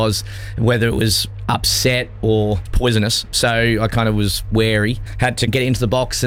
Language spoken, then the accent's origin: English; Australia; now in England; Being out of Australia over 8 years now